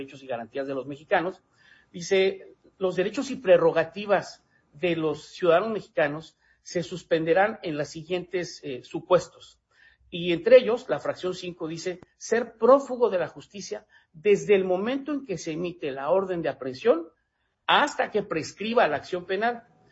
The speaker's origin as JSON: {"language": "Spanish", "country": "Mexico", "said": "De verdad, como mexicano, yo te agradezco tu contribución al cambio democrático"}